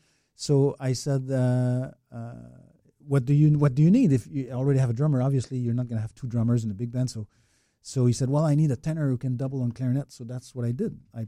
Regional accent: Quebec, Canada; also born or lived in Montreal; now in Orlando area, United States; forgive the accent, but I was born in Montreal and raised in the mountains north of Montreal.

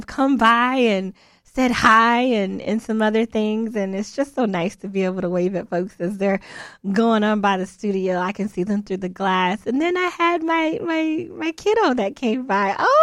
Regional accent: Florida, United States; I grew up in Florida, so I grew up going to Disney as a child

